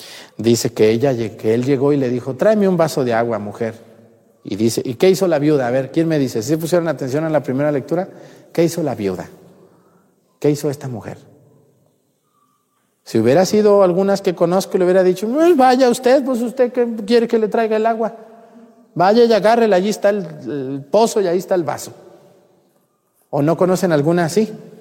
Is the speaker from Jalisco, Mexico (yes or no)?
yes; Jalisco, Mexico; now in Guerrero, Mexico; a mí como sacerdote que soy de Jalisco